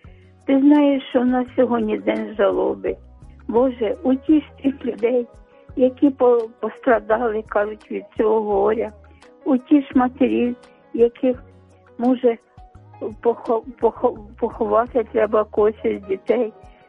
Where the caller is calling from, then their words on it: Kyiv, Ukraine; я з Оболоні, з Києва.